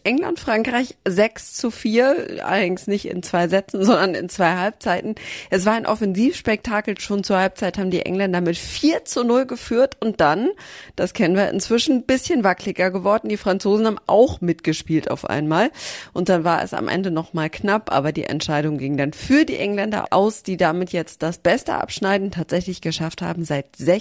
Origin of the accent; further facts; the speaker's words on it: Germany; wo kommst du denn her? Und dann habe ich gesagt, Deutschland.